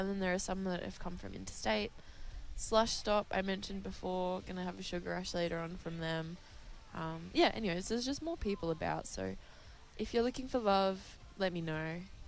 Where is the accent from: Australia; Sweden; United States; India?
Australia; Katherine, Northern Territory; growing up in Catherine and being from Catherine. I'm not like a city girl, but I'm certainly not a ringer.